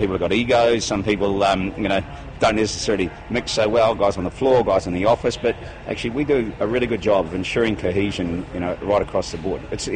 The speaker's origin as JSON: {"language": "English", "country": "New Zealand", "said": "I'm a New Zealander, and Aussies are our biggest rivals when it comes to sport."}